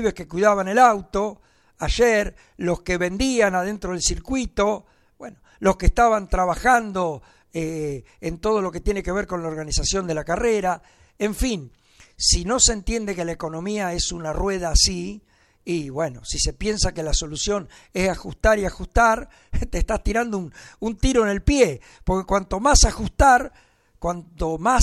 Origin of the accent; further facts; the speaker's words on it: Necochea, Buenos Aires Province, Argentina; yo soy de Necochea